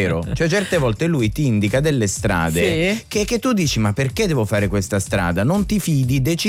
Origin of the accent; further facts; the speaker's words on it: Calabria, Italy; Io comunque sono calabrese